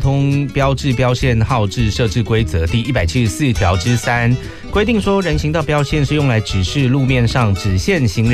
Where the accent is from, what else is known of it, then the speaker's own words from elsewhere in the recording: Sanxia, New Taipei, Taiwan; 故乡哈，新北市的三峡